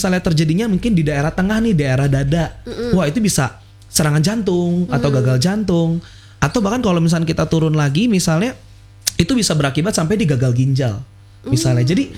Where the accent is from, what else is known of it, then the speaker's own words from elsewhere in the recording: West Java, Indonesia; Dari apalagi kita orang Sunda gitu ya teh itu.